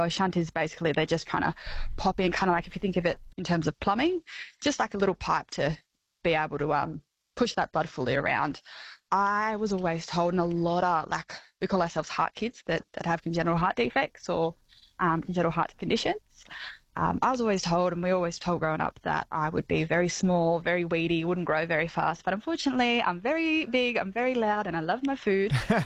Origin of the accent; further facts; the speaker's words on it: Dubbo, New South Wales, Australia; born there; So I was born in, very far away from you lot, but I was born in Dubbo in New South Wales